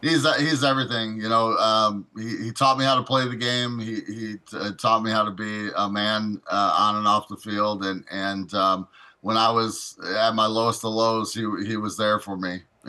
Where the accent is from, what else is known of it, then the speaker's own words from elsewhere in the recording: Morris, Illinois, United States; also born or lived in Joliet; I was born there, and I was raised in Morris, Illinois, and my parents and I are still here to this day.